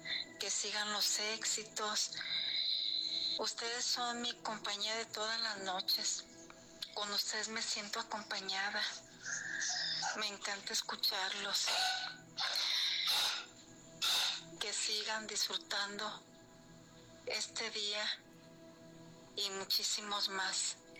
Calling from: Colima, Mexico; de Colima.

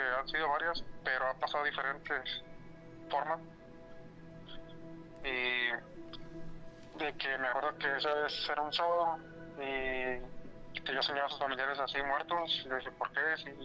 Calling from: Tamaulipas, Mexico; soy … de Tamaulipas.

